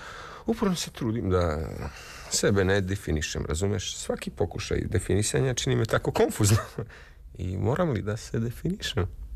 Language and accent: Serbian; Belgrade, Serbia; born there; Rođena. Ja sam rođena Beograđanka. Upamti. Beograđanka, četvrta generacija, upamti.